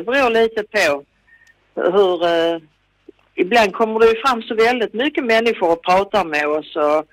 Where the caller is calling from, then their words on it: Skåne, Sweden; accent: Scanian; som vi säger på skånska